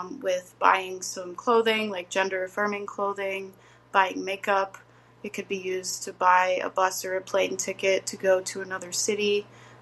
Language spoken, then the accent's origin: English; Colorado, United States; I grew up in Colorado in a rural mountain community. And I was surrounded by people in my childhood, people who are immigrants or whose parents are immigrants.